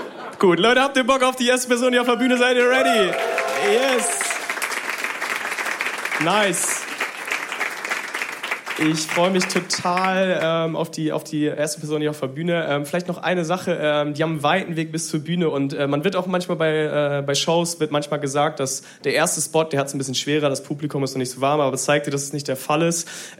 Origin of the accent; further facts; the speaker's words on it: Münster, North Rhine-Westphalia, Germany; now in Bielefeld, Germany; Ich bin in Münster aufgewachsen, ist jetzt hier so Wahlheimat für mich in Bielefeld.